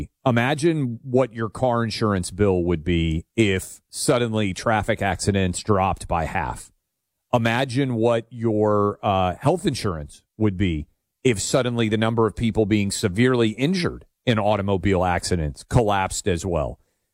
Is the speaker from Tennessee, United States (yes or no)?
yes; Tennessee, United States; in my home state of Tennessee every day